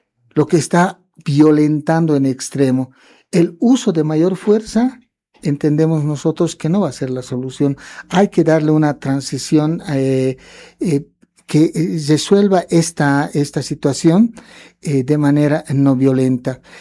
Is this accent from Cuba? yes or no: no; Bolivia; no hemos tenido la oportunidad de volver, digamos, a mirarnos como bolivianos, como bolivianas